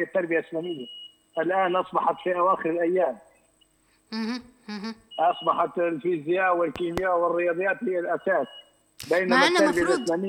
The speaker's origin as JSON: {"language": "Arabic", "country": "Libya", "said": "نتمنى إن شاء الله يا رب يعم السلام على بلادنا ليبيا الحبيبة ونيهدي شبابنا"}